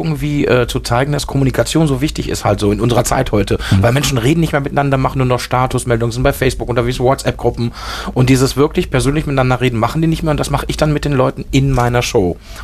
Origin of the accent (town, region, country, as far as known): Germany; born there; first language Spanish; German is a second language; also born or lived in Spain